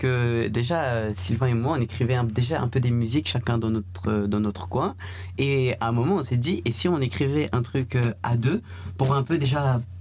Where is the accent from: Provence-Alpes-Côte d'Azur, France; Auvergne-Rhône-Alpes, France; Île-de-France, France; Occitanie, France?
Île-de-France, France; Paris; Et voilà, moi je suis de Paris.